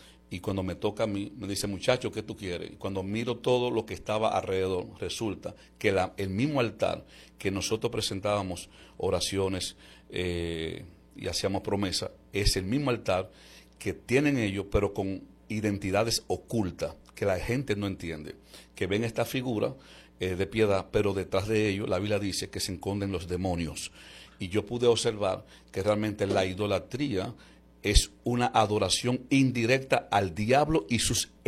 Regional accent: La Vega, Dominican Republic; born there; Yo soy de La Vega, un pueblo muy hermoso y una ciudad pequeñita, pero con un poder sobrenatural grande.

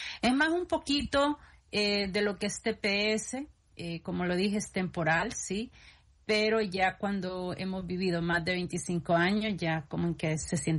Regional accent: El Salvador; now in United States; nosotros como salvadoreños

